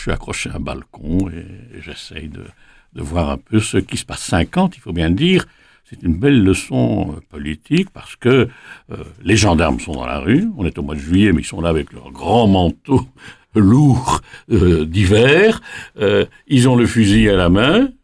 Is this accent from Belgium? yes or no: yes; Liège, Wallonia, Belgium; Alors moi, je suis un petit Liégeois qui naît en 1942, en pleine guerre.